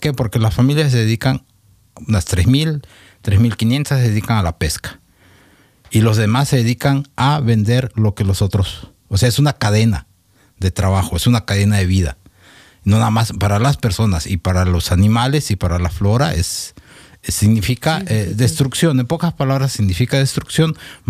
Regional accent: Mexico; Que yo soy mexicano y lo digo de todo corazón

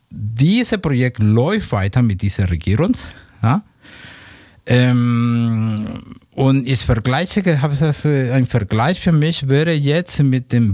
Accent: Mexico; German is a second language; Ich bin Mexikaner.

